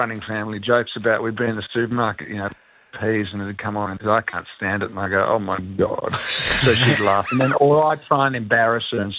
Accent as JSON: {"language": "English", "country": "Australia", "tie": "born or raised there", "said": "So they came here and we grew up in Australia. Had my sister when they were in Australia and we all grew up in Australia."}